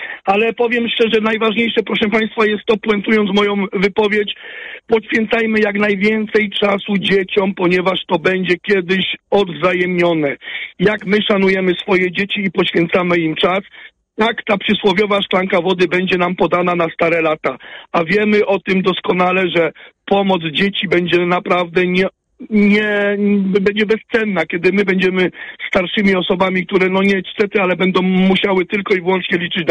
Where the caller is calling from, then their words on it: Silesian Voivodeship, Poland; pochodzę ze Śląska oczywiście.